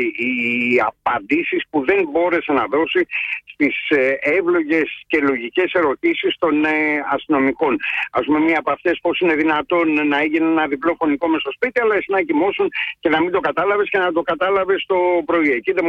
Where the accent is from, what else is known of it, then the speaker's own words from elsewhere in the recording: West Greece, Greece; moved away; εκεί στην πατρίδα μου, στην Αχαΐα